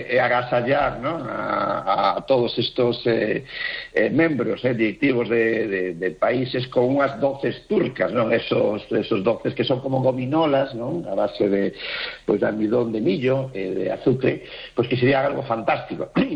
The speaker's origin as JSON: {"language": "Galician", "region": "Galicia", "country": "Spain", "said": "que tamén pode ser pues tamén unha boa lembranza para cando marchamos de Galicia pues espallamos esa cultura nosa por parte do mundo, ¿no?"}